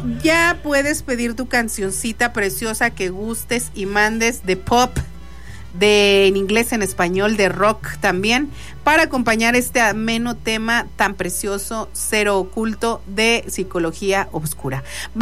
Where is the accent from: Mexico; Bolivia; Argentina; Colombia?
Mexico; Si somos los mexicanos